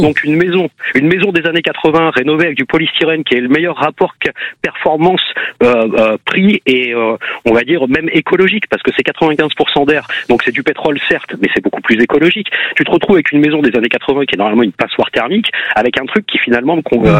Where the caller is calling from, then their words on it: Grasse, Provence-Alpes-Côte d'Azur, France; je suis à Grasse